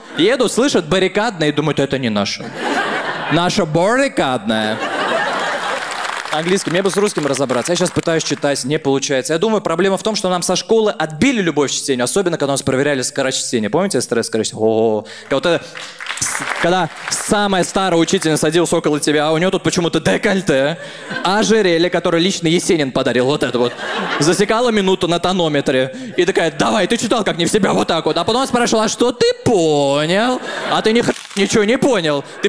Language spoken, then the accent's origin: Russian; Tolyatti, Samara Oblast, Russia; now in Moscow, Russia; Я сам из Тольятти.